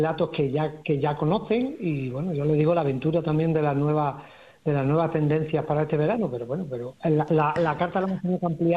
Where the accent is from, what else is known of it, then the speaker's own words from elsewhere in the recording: Fregenal de la Sierra, Extremadura, Spain; por Fregenal, porque soy fregenense.